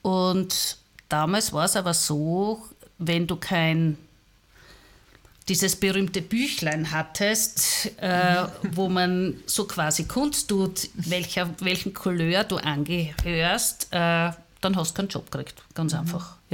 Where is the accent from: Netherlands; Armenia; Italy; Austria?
Austria; Graz, Styria; born or raised there